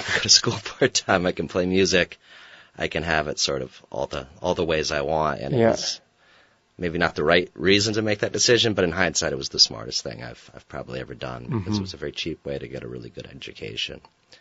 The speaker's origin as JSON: {"language": "English", "town": "Thetford", "region": "Vermont", "country": "United States", "tie": "born or raised there", "said": "Well, I grew up in Thetford, Vermont, and graduated from Thetford Academy in 2004, and ended up sticking around Vermont for a year."}